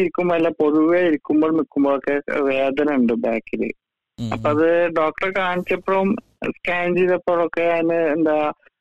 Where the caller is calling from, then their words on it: Palakkad, Kerala, India; ഞാൻ പാലക്കാട്ടിൽ നിന്നാണ്.